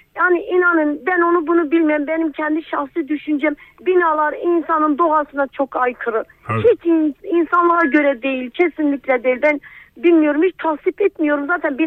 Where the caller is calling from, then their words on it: Malatya, Turkey; Evet Malatya'dan arıyorum.